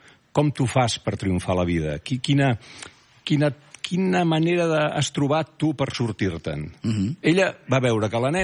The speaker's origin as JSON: {"language": "Catalan", "town": "Barcelona", "region": "Catalonia", "country": "Spain", "said": "Vinc de Barcelona, perdona."}